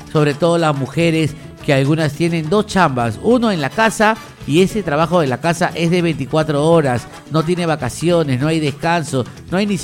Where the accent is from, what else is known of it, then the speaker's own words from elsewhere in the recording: Peru; así somos los peruanos